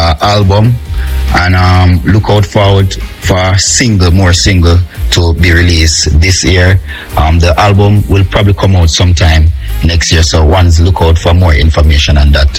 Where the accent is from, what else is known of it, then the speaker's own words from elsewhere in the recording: Clarendon, Jamaica; now in St. Catherine, Jamaica; I'm from Clarendon, Canaanites to be exact. Now call it Broomland. I've been doing music for over 10 years and now I currently reside in St. Catherine.